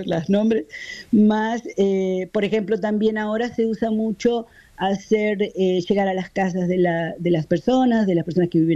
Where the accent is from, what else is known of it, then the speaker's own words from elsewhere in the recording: Ensenada, Buenos Aires Province, Argentina; Miren, ahí en Ensenada, de donde yo soy, está la Asociación Caboverdiana de Socorros Mutuos